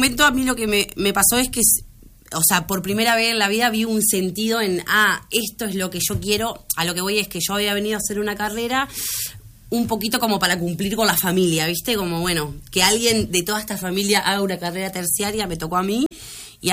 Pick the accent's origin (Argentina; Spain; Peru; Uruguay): Uruguay; Florencio Sánchez, Colonia; moved away as an adult; also born or lived in Cardona, Uruguay; now in Colonia del Sacramento, Uruguay; Yo viví, sí, toda mi, bueno, mi infancia, mi adolescencia. Nací en Cardona, viví toda la vida en Florencio Sánchez, que es el pueblo pegado.